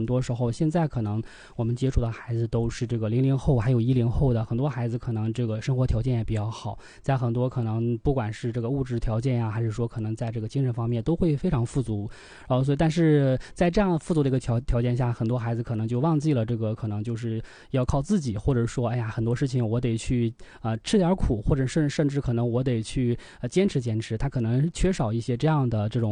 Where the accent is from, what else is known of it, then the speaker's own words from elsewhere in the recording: Gansu, China; 因为我是一个甘肃人，大西北人